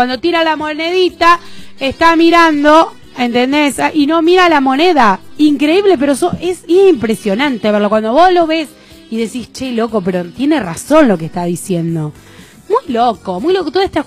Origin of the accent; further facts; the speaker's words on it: Argentina; lo que pensamos y lo que sentimos todos los argentinos.